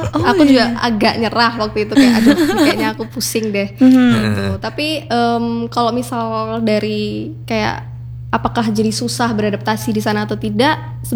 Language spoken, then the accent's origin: Indonesian; Indonesia; aku asal Indonesia